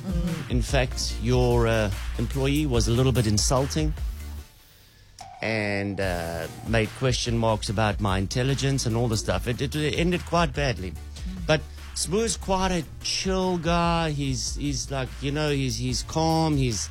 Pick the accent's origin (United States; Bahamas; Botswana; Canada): Botswana; Oh, I can't speak Zulu. I come from Botswana. Can we speak in English?